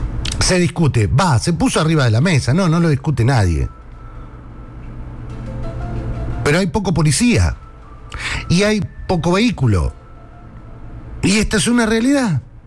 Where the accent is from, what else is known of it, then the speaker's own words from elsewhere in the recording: Berisso, Buenos Aires Province, Argentina; Y como somos parte de la Argentina, Berisso está peor.